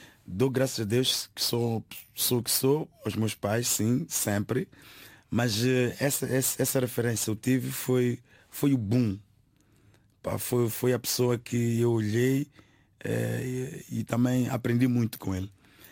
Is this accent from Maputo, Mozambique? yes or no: yes; Matola, Maputo, Mozambique; eu sou da Matola